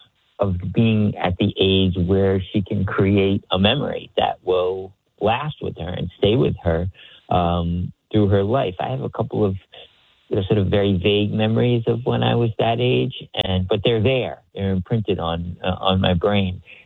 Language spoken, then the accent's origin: English; United States; accent: American; as soon as they hear my American accent over here, they want to know if I'm getting any games in the U.S.